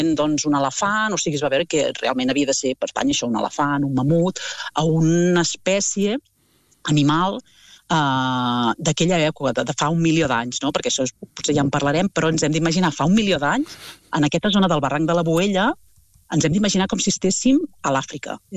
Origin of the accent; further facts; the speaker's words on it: Tarragona, Catalonia, Spain; now in Burgos, Spain; jo estic a Tapuerca, però pels que som de Tarragona, de la zona de Tarragona, de la Costa Daurada